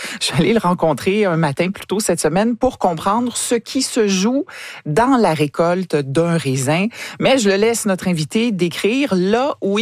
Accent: Quebec, Canada; chez nous au Québec

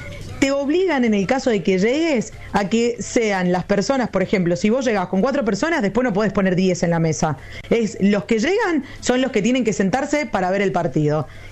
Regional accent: Mendoza, Argentina

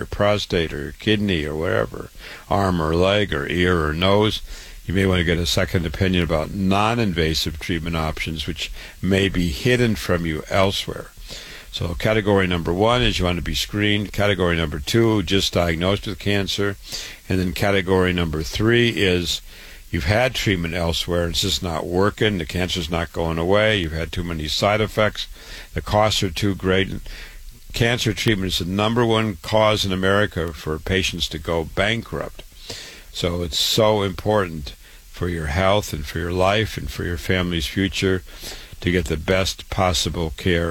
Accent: Waterloo, Iowa, United States; So I was MD at 25, was born and raised in Waterloo, Iowa, went to the University of Iowa, MD at 25, my home state.

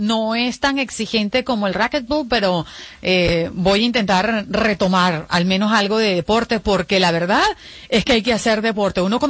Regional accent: Venezuela; los venezolanos lo sentíamos como un venezolano más.

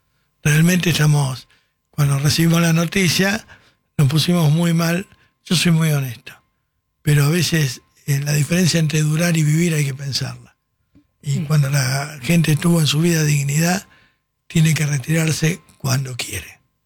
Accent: Argentina; Me da vergüenza como argentino tener un pueblo tan boludo.

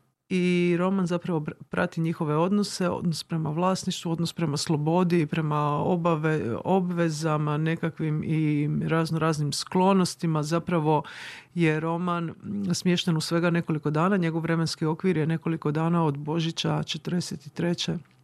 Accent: Trogir, Split-Dalmatia County, Croatia; also born or lived in Zadar; now in Dubrovnik, Croatia; Ja sam Trogirka, rodom sad živim u Dubrovniku, živjela sam u Zadru.

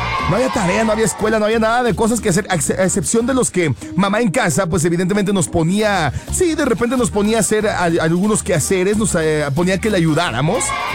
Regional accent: Mexico; Así es, mexicanos, también somos medio colombianos y hoy también sentimos la euforia por ustedes.

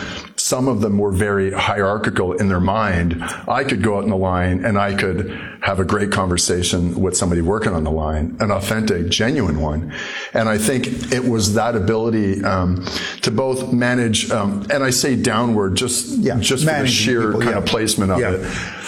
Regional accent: Edmonton, Alberta, Canada; also born or lived in Cape Breton; I was born in Cape Breton. So I was in Cape Breton until I was 8. And my father worked for, at the time, Gulf Oil. And Gulf Oil got bought by Petro-Canada. And we moved to Edmonton until I was 15.

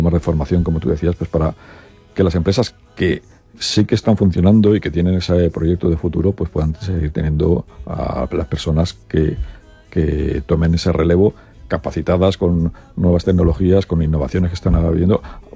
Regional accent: Elda, Valencian Community, Spain; somos muy de Elda

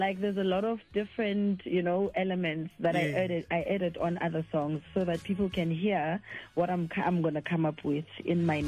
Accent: Springs, Gauteng, South Africa; I'm from Guatemala Springs.

